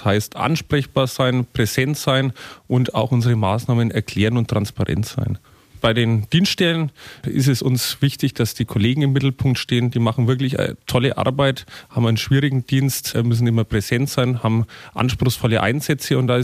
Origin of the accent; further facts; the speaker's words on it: Lauf an der Pegnitz, Bavaria, Germany; Ich bin im Nürnberger Land aufgewachsen, in Lauf gehabt.